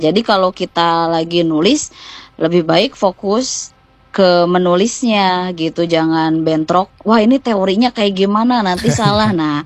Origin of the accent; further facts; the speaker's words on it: Bandung, West Java, Indonesia; now in Karawang, Indonesia; di Karawang. Tapi saya asli Bandung.